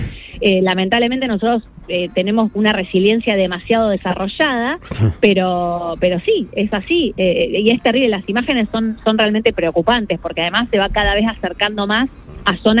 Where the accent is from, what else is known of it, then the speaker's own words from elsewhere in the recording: Argentina; a nosotros como argentinos